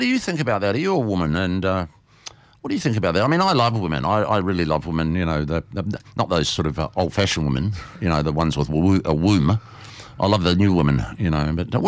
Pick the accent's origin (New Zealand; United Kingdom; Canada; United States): New Zealand; I'm from New Zealand originally, so I can take it.